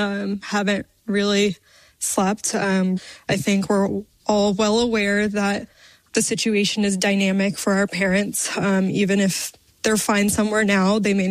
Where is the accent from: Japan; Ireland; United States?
United States; Dallas, Texas; We grew up in Dallas. They're both born in India, so they immigrated here in the 90s.